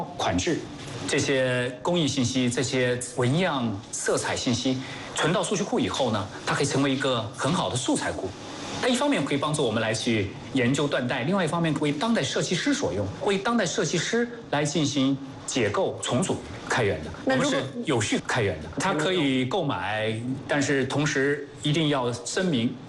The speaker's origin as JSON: {"language": "Chinese", "town": "Jingdezhen", "region": "Jiangxi", "country": "China", "tie": "born or raised there", "moved": "as an adult", "said": "所以那时候觉得，哎呀，景德镇这是，哎呀，我们的家乡确实有点脏，有点乱。那个时候，说家长也好，你自己想的也好，也是逃离，离开景德镇，逃离摇曳啊。"}